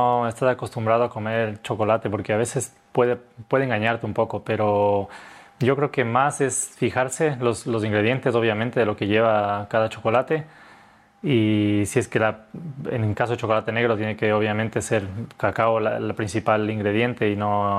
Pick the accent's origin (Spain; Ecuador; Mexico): Ecuador; Bueno, yo soy ecuatoriano y quería que dar un guiño a mi país.